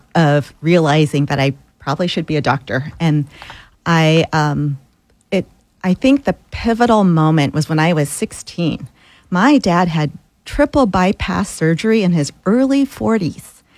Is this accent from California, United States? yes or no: yes; Fairfield, California, United States; also born or lived in Philippines; So I was born in the Philippines. I came to California as a child. I was 8. Grew up mostly in Northern California, Fairfield, right outside of Napa Valley.